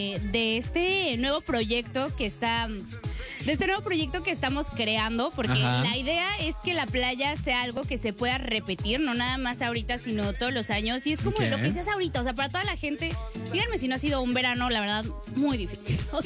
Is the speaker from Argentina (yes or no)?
no; Mexico; moved away; lo que hacíamos en México, que bueno, aquí lo hacíamos un fin de semana cuando nos íbamos a Acapulco